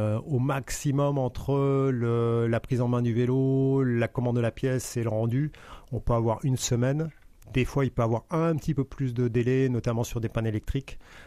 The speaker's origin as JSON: {"language": "French", "country": "France", "moved": "yes", "said": "Je suis parti de la France la première fois en 1998."}